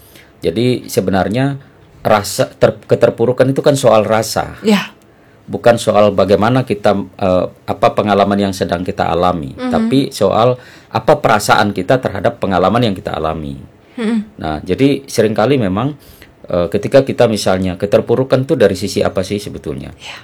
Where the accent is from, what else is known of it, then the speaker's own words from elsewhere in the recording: Serawai District, West Kalimantan, Indonesia; Dan ada kampung saya itu, yang saya bilang tadi itu, orang kampung itu mendata menjadi penduduknya itu, namanya itu Lemboyu namanya, kampung itu di Kecamatan Serawai, pedalaman.